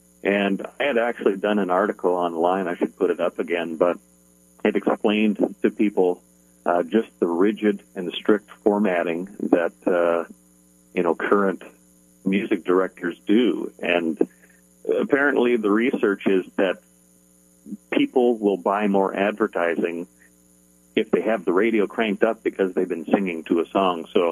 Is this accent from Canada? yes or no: yes; Canada; I'm originally from Canada, and a lot of that music I have in rotation, and it just really hadn't been heard outside of that country before